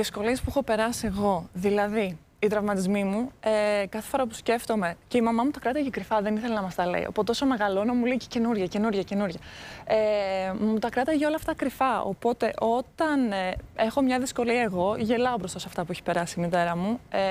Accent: Greece; born there; also born or lived in Moldova; γεννήθηκα στη Μολδαβία, μεγάλωσα εδώ, αλλά είμαι εδώ από τα 8, είμαι εδώ, πήγα σχολείο, οπότε για μένα είναι αυτή η χώρα μου, αλλά ταυτόχρονα έχω και δεύτερη χώρα.

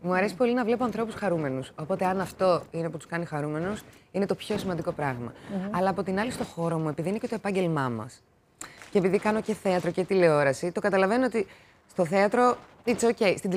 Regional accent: Peplos, Eastern Macedonia and Thrace, Greece; Και βρέθηκε στον Εύρο, στον Πέπλο, στο χωριό μου. Το χωριό ναι. μου είναι ο Πέπλος.

